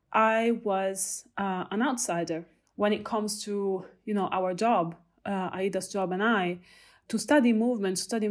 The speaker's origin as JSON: {"language": "English", "region": "Emilia-Romagna", "country": "Italy", "tie": "born or raised there", "second_language": "English", "moved": "as an adult", "said": "I'm from Italy. I come from a small town in Emilia-Romagna, and all of my family is from there."}